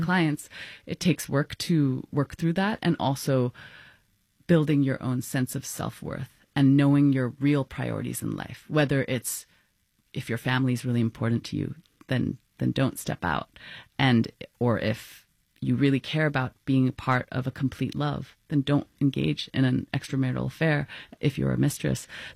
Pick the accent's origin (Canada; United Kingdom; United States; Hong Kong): Hong Kong; because I grew up in Hong Kong